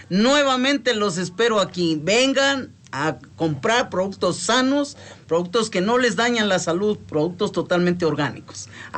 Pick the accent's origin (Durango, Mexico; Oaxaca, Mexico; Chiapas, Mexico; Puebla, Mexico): Puebla, Mexico; Cuetzalan; ya saben que soy Cuetzalan. Venimos a veces varios de Cuetzalan